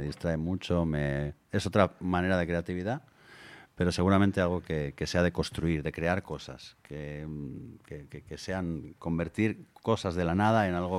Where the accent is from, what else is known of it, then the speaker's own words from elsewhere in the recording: Asturias, Spain; porque al final somos asturianos y tenemos que, aunque haya rivalidad, tenemos que dignificar esa rivalidad